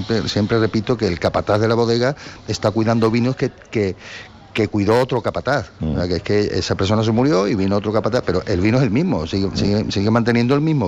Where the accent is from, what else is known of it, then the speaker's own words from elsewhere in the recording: Jerez, Andalusia, Spain; es verdad que nosotros salimos de Jerez, y presumimos de jerezanía y presumimos de jerezano, pero luego aquí no nos queremos.